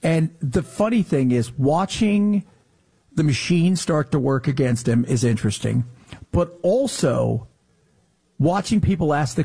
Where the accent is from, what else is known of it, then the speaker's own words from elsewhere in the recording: Los Angeles, California, United States; We move from there to L.A., Los Angeles, California. So, look, I grew up in Los Angeles. Growing up in Southern California, California in general